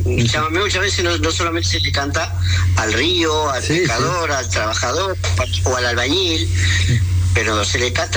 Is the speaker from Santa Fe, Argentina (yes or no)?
yes; Rosario, Santa Fe, Argentina; also born or lived in Nogoyá, Entre Ríos, Argentina; now in Andalusia, Spain; yo, donde yo me crié, yo nací en Entre Ríos, en Nogoyá, donde yo me crié en Villa Diego, en Rosario, se quita de Rosario.